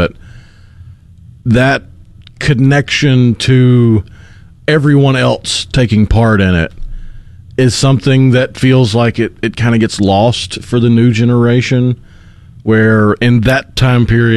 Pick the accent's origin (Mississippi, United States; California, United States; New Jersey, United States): Mississippi, United States; Tupelo; born there